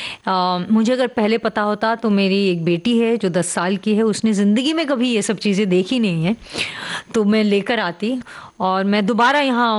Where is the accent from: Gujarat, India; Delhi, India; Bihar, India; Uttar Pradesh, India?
Delhi, India; born or raised there